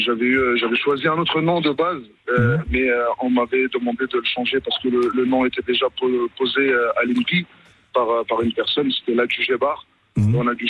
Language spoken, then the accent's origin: French; France; en tant que Français